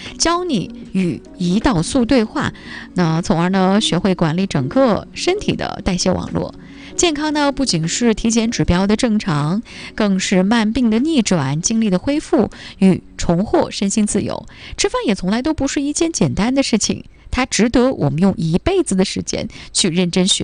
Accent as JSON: {"language": "Chinese", "country": "China", "said": "我们中国人"}